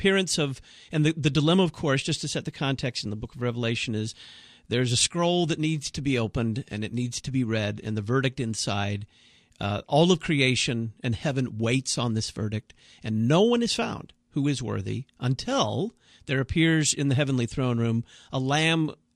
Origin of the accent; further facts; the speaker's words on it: the South, United States; I grew up in the Bible Belt.